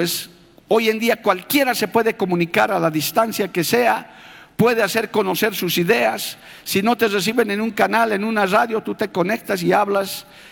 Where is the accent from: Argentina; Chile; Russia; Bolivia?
Bolivia; para Bolivia, como boliviano que soy